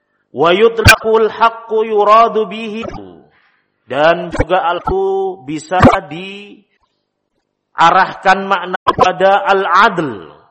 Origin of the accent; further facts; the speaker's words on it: Java, Indonesia; kalau lah kita orang Jawa.